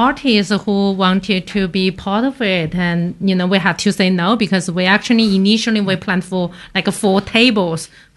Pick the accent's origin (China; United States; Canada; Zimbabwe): China; Sichuan; moved away; I'm from Sichuan.